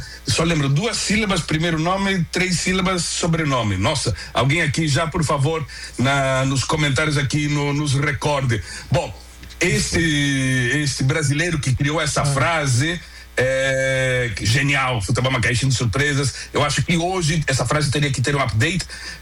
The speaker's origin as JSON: {"language": "Portuguese", "country": "Brazil", "said": "Sou brasileiro, torço pelo Londrina, Esporte Clube Tubarão, não é?"}